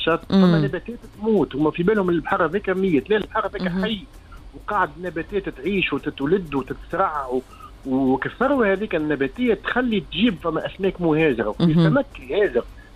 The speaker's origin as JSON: {"language": "Arabic", "town": "Bizerte", "region": "Bizerte Governorate", "country": "Tunisia", "tie": "born there", "also_born_or_lived": "Djerba", "said": "أنا جربي مولود في بنزرت"}